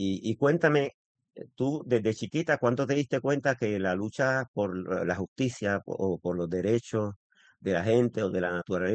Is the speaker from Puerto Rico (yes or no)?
yes; Bayamón, Puerto Rico; Fíjate, yo entendería si fueran de Bayamón, porque como yo me crié en Bayamón